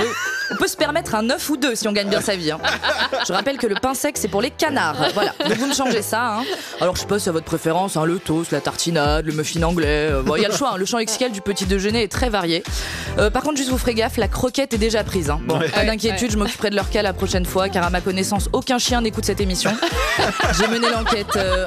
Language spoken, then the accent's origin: French; Paris, Île-de-France, France; now in Switzerland; en tant que parisienne